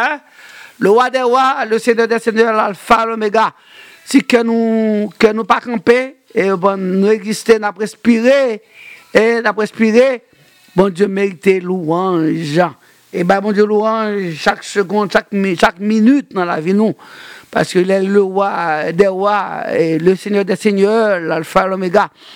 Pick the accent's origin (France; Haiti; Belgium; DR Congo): Haiti; mais je suis haïtien.